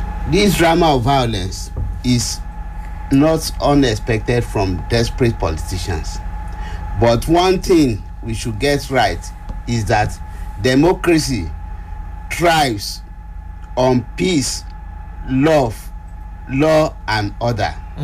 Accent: Nigeria; As a Nigerian

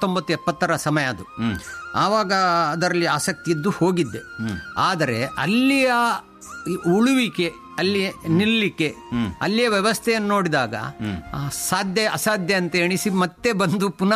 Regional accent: Mulki, Karnataka, India; born there; now in Mangaluru, India; ನಾನು ಮುಲ್ಕಿಯಲ್ಲಿ, ಆಮೇಲೆ ಇಲ್ಲಿಯ ಮಂಗಳೂರಲ್ಲಿ ಕದ್ರಿ ಮಿಲಗ್ರಿಸ್ ಗಣಪತಿ ಹೈಸ್ಕೂಲ್ನ ವಿದ್ಯಾರ್ಥಿ.

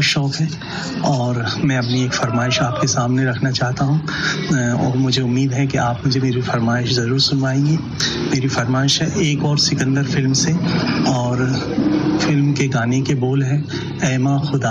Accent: Ganj Basoda, Madhya Pradesh, India; और मैं गंज वाजबा डिस्ट्रिक्ट विदिशा का रहने वाला हूँ

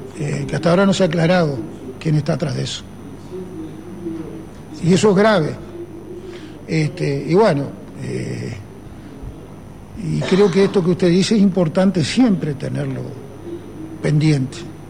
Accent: La Paloma, Rocha, Uruguay; mi pueblo, ya, en La Paloma, en Rocha

